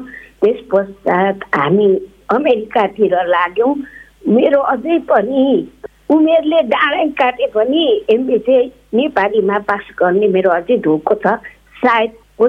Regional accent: Manebhanjang, West Bengal, India; born there; मेरो जन्म चाहिँ खास भन्नु पर्दा दार्जिलिङको माने भन्ज्याङमा 2019 सालमा भएको थियो।

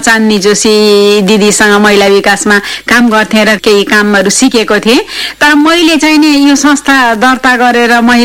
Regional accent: Kathmandu, Bagmati, Nepal; born there; मेरो जन्म काठमाडौँमा भएको हो

